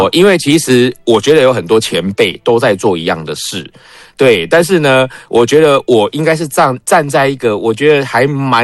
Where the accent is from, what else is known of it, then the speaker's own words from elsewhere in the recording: Taiwan; 我们台湾人